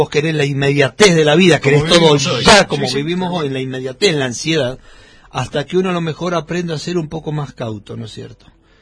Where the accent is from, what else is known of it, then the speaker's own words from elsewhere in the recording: Argentina; un país como Argentina